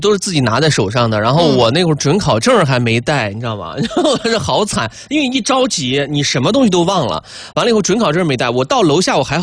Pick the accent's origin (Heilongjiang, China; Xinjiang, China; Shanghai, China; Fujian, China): Xinjiang, China; 我们的新疆那种土话